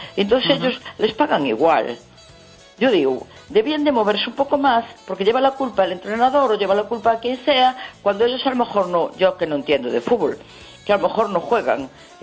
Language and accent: Spanish; A Coruña, Galicia, Spain; Que quiera que gane España, sí, porque yo soy española. Que quiero que gane el Depor, claro, porque es mi ciudad.